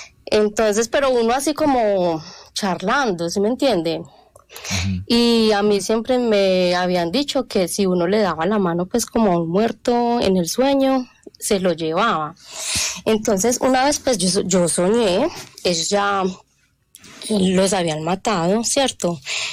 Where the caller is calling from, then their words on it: Medellín, Antioquia, Colombia; De San Javier.